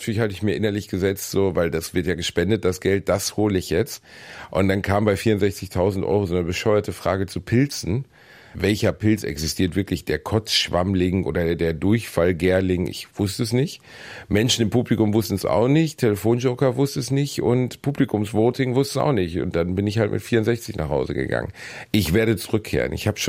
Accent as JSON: {"language": "German", "region": "North Rhine-Westphalia", "country": "Germany", "tie": "born or raised there", "said": "wie ich meine Heimatstadt, also die Emscher-Lippe-Halle, vollgekriegt habe."}